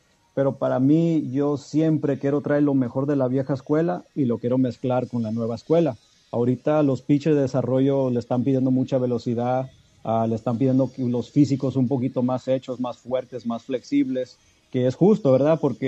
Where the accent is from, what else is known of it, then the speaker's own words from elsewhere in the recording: Los Angeles, California, United States; yo nací aquí en el Valle de San Fernando, como dijiste ahorita, aquí en Los Ángeles, y mi familia es de Zacatecas, allí en México, mis padres